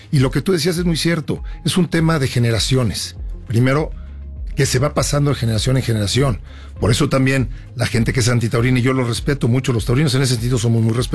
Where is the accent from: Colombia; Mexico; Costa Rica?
Mexico; nuestra forma de ser como mexicanos